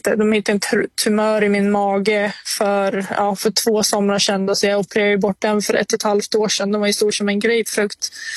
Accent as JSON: {"language": "Swedish", "country": "Sweden", "said": "Och, men jag bara träffade min familj liksom hemma i Sverige en vecka senaste året"}